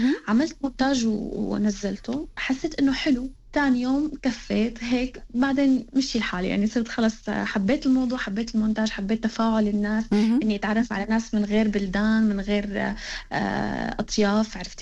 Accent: Jableh, Latakia Governorate, Syria; moved away as an adult; now in Australia; سورية، انتقلت حديثاً على أستراليا، تزوجت وسافرت. طبعاً أنا أصولي من مدينة اللاذقية جبلة، كنت عم مخلصة طب بشري بسنة 2020، وكنت عم بختص قلبية، أمراض القلب والأوعية الدموية باللاذقية كمان.

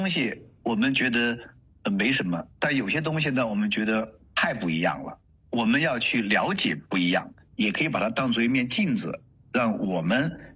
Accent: Chengdu, Sichuan, China

